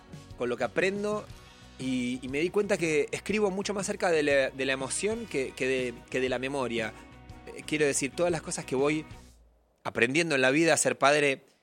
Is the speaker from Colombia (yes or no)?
no; Argentina